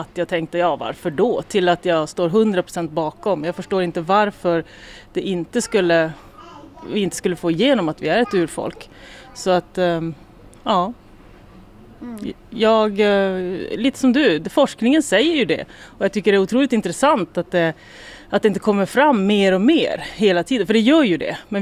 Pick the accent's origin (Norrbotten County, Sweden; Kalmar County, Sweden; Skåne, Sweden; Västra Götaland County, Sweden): Norrbotten County, Sweden; Gällivare; also born or lived in Kiruna; now in Stockholm, Sweden; Ja, men jag är född och uppvuxen i Gällivare, har bott i Kiruna en massa år och just nu så fördelar jag min tid mellan Stockholm och Skaulo.